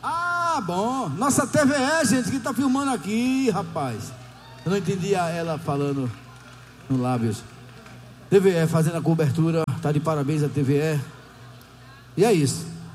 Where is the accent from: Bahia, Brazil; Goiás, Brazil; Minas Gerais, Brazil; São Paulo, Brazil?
Bahia, Brazil; Senhor do Bonfim; Passei ontem, Senhor do Bonfim, minha terra natal.